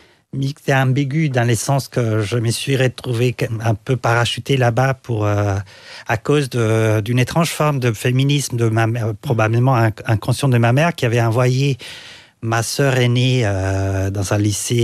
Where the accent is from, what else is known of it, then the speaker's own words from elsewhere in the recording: Italy; moved away; Je suis né en Italie et j'ai passé mes premières années en fait à côté de la mer, de mai à septembre.